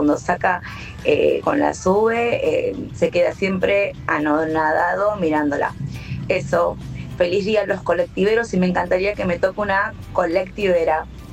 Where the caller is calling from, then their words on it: San Justo, Buenos Aires Province, Argentina; de San Justo, La Matanza.